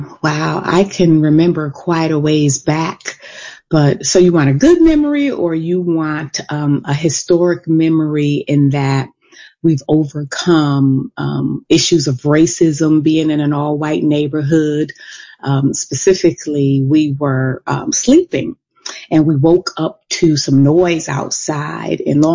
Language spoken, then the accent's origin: English; New Haven, Connecticut, United States; I grew up in New Haven, Connecticut, specifically in Fairhaven on Grand Avenue. And I grew up in the 70s. So at that time, Grand Avenue and Fairhaven was predominantly white. And we were the only black family on Grand Avenue.